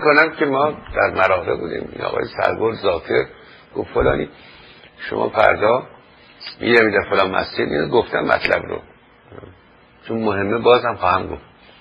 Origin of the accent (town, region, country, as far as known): Iran